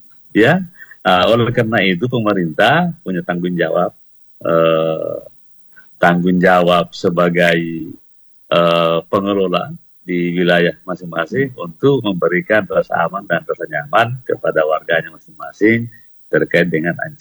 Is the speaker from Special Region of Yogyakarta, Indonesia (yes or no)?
no; Palu, Central Sulawesi, Indonesia; bagi kita orang Palu ini